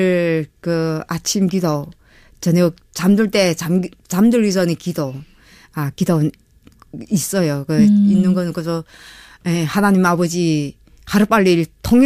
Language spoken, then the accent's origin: Korean; North Korea; 저희 고향, 우리 고향에 있는 자식들, 그다음에 형제들, 우리 고향의 친구들, 친척들, 우리 고향 사람들에게 하고 싶은 이야기는